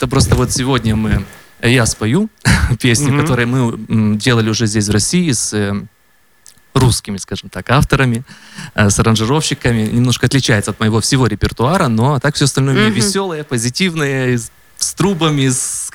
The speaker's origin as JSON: {"language": "Russian", "region": "Transnistria", "country": "Moldova", "moved": "yes", "lives_now": "Moscow, Russia", "said": "Я 4 года назад переехал в Москву из Приднестровья."}